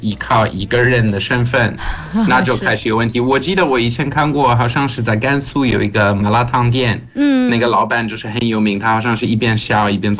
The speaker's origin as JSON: {"language": "Chinese", "country": "Portugal", "second_language": "Chinese", "said": "这个烤鸡店对我们葡萄牙人，有我父亲来自葡萄牙，我们就觉得很普通"}